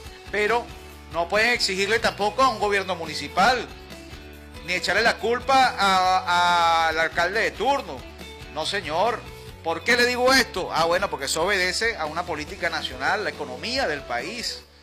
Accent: Venezuela; nosotros somos una isla, somos Venezuela

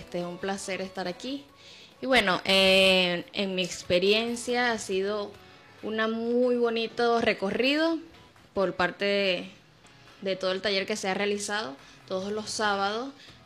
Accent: Venezuela; como buen venezolanos que somos

